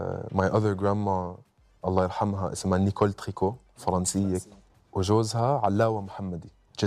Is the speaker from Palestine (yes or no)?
yes; Gaza, Gaza Strip, Palestine; moved away; also born or lived in Jerusalem; فأنا بس ربعي فلسطيني يعني بالجينات بس تربيت هناك وتربيت إنه موليد القدس تربيت بغزة تأثرت طبعا بالثقافة الفلسطينية أكثر من الثقافة السربية